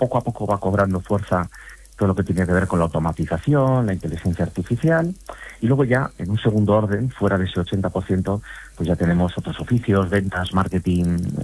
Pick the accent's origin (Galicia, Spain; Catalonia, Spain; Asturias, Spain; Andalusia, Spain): Asturias, Spain; moved away; yo soy asturiano, aunque llevo ya 20 años fuera